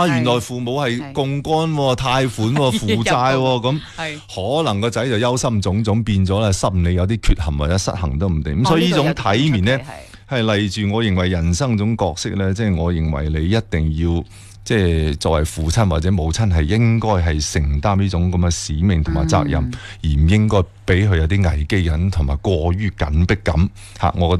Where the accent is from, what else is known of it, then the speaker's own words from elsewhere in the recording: Guangdong, China; 作为我哋中国人、广东人